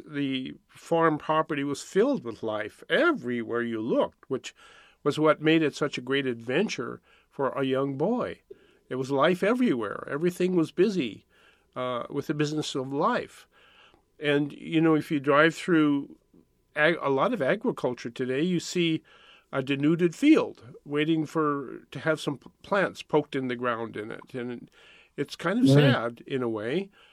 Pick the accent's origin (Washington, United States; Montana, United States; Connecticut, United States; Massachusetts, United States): Montana, United States; the farm I was raised on up in Montana